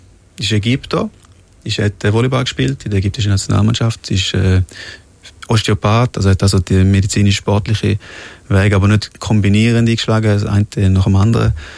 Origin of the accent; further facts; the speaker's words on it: Switzerland; Aber ich bin Schweizer, ich bin mega stolz und für mich ist es mega schön gewesen, hier aufzuwachsen und ich will auch hier bleiben.